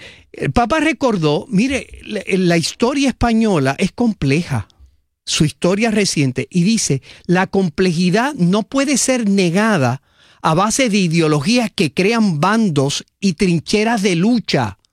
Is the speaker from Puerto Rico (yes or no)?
yes; Puerto Rico; nuestra puertorriqueñidad sin un referente a nuestra identidad cristiana como pueblo puertorriqueño.